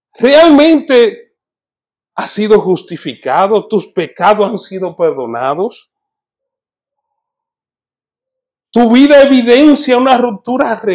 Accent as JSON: {"language": "Spanish", "country": "Dominican Republic", "said": "En mi país, en la República Dominicana"}